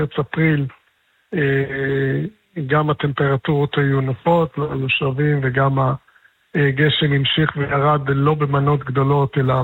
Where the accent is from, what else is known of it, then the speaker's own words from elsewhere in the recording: Mishmar HaEmek, Northern District, Israel; ובתור מי שגדל לא בכפר בילו אלא במקרה דווקא במשמר העמק, במקור אני ממשמר העמק … ממשמר העמק.